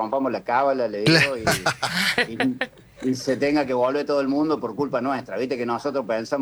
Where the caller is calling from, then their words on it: Argentina; así somos los argentinos.